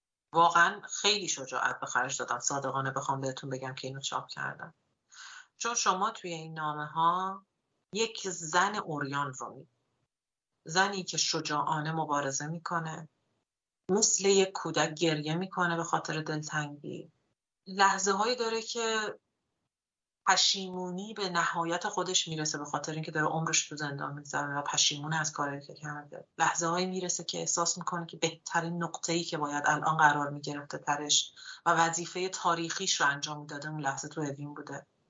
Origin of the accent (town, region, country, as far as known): Iran; now in Sweden